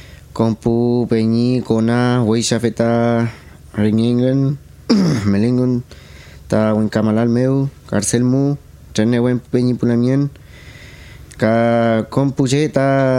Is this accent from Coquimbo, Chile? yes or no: no; Penco, Biobío, Chile; born or raised there